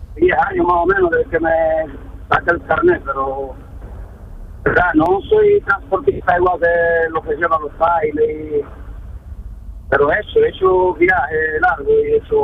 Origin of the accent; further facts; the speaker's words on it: Romania; now in Spain; Yo soy de Rumanía. Y ya llevo por aquí desde 2005.